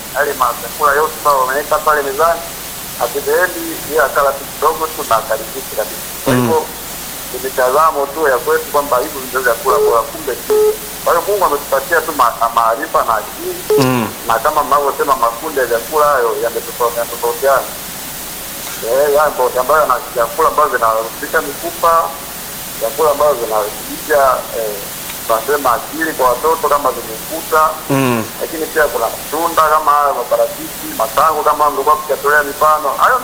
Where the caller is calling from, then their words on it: Kisarawe, Pwani, Tanzania; natokea Kisarawe.